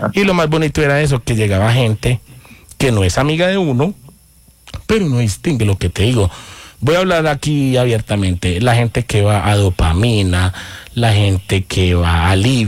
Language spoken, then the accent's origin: Spanish; Medellín, Antioquia, Colombia; nosotros somos los rockeros de Medellín.